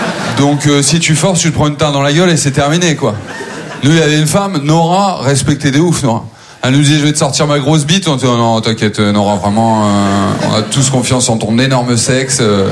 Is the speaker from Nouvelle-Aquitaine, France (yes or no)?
no; Maubeuge, Hauts-de-France, France; born or raised there